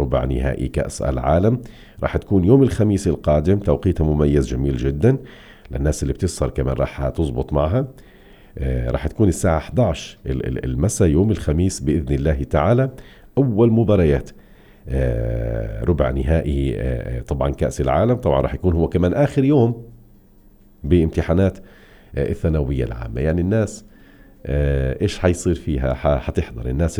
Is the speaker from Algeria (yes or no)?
no; Palestine; بترفع راسنا كفلسطينية وكعرب بشكل عام.